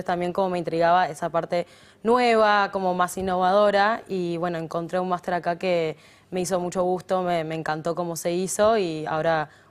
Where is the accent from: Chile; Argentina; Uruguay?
Uruguay; accent: similar to porteño; moved away as an adult; now in Madrid, Spain; mi padre es peruano, yo soy uruguaya, mi madre es uruguaya, pero mi padre es peruano